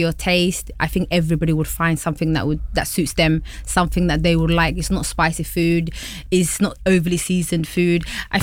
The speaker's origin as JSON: {"language": "English", "region": "London", "country": "United Kingdom", "tie": "born or raised there", "also_born_or_lived": "Somalia", "said": "London is my hometown. I'm from here. I'm from South East London. I grew up here. I came here as a refugee child in the 90s."}